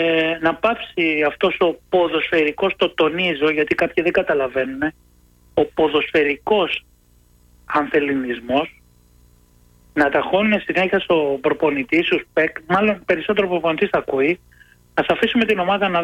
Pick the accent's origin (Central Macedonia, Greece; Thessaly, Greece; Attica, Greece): Attica, Greece; Aigaleo; now in Mandra, Greece; Μεγάλωσα στο Εγάλαιο και μένω στη Μάνδρα, έτσι.